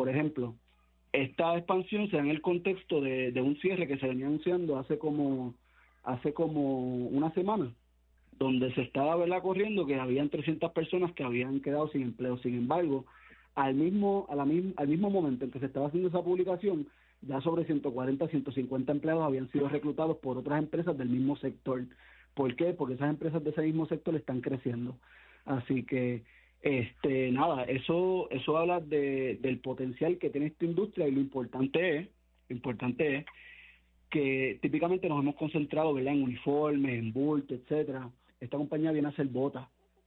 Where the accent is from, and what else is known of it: Puerto Rico